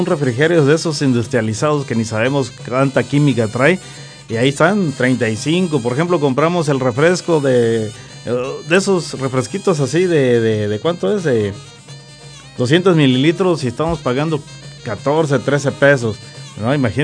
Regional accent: Mexico; Somos costeños

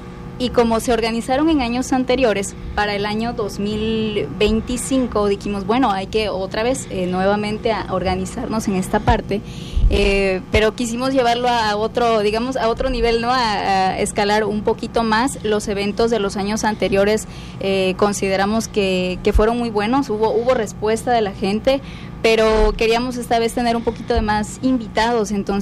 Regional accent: Tabasco, Mexico; nuestro ser como mexicanos, también como tabasqueños.

